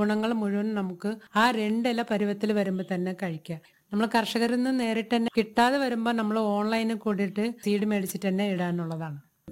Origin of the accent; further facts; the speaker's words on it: Andhra Pradesh, India; first language Tamil; Malayalam is a second language; moved away as an adult; now in Eloor, India; അല്ല, ജനനം കൊണ്ട് മലയാളിയല്ല. ഞാൻ ജനിച്ചു വളർന്നതൊക്കെ ആന്ധ്രയിലാണ്. പിന്നെ കല്യാണം കഴിച്ചിട്ട് വന്നത് കേരളത്തിലേക്കാണ്. ശരിക്കും എന്റെ മദർ ടാങ്ക് തമിഴാണ്.